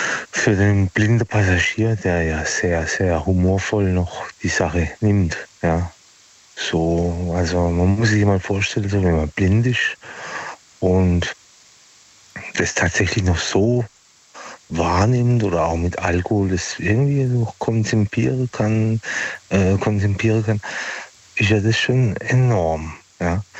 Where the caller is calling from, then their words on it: Pforzheim, Baden-Württemberg, Germany; Ja, da, von Pforzheimer Gegend.